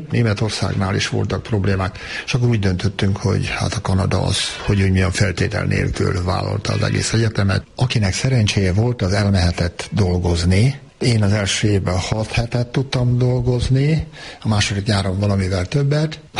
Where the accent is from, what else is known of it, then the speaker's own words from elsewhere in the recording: Hungary; moved away as an adult; also born or lived in Vancouver, Canada; mi most magyarok vagyunk